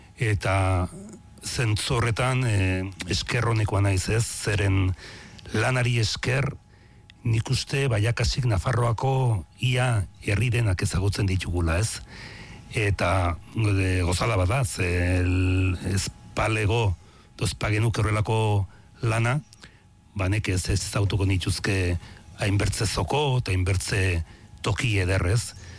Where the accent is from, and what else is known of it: Legasa, Navarre, Spain